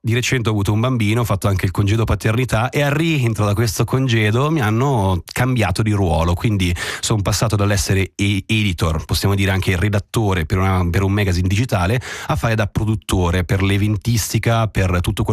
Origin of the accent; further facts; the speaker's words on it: Switzerland; perché da svizzero fiero, mi viene da dire, mi piacerebbe parlare bene tutte le lingue nazionali